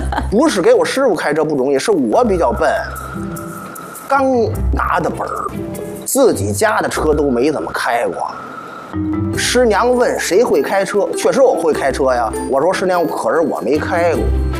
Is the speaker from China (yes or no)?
yes; Beijing, China; 您别看我北京人